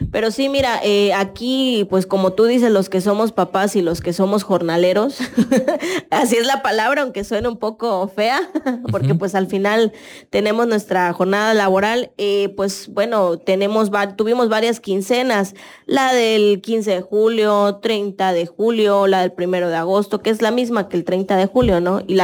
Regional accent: Tapachula, Chiapas, Mexico; como buenos mexicanos o tapachultecos

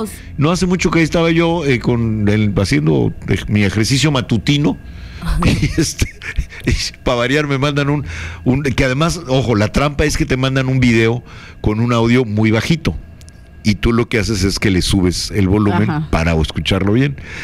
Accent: Tabasco, Mexico; La botana somos los tabasqueños.

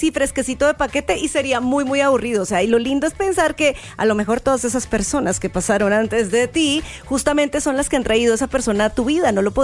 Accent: Colombia; now in Mexico City, Mexico; yo vengo de Colombia

